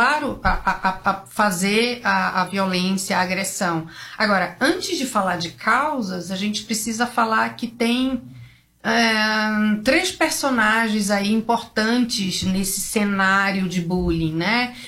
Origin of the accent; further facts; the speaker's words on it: Belém, Pará, Brazil; moved away as an adult; now in São Paulo, Brazil; sou de Belém do Pará, tô aqui há muitos anos